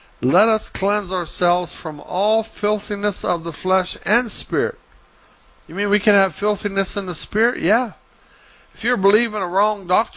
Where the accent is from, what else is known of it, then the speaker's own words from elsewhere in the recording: Weirton, West Virginia, United States; I'm from Weirton, West Virginia.